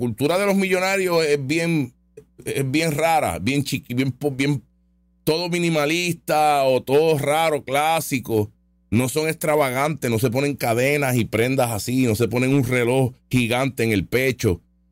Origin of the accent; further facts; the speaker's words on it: Puerto Rico; yo puedo ser puertorriqueño y ciudadano americano a la vez. Tengo mi cultura boricua, pero soy gringo ante un chino.